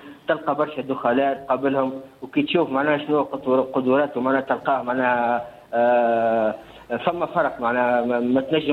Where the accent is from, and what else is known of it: Djerba, Medenine, Tunisia